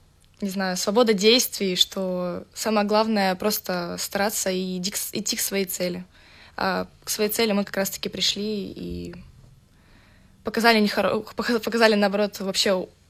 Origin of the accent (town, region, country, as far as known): Chukotka Autonomous Okrug, Russia